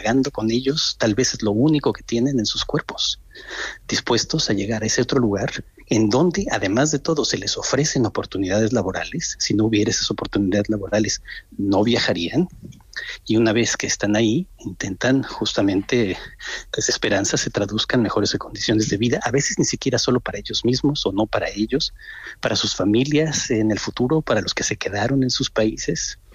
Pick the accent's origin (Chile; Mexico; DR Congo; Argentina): Mexico; now in Madrid, Spain; soy mexicano y español y vivo en Madrid.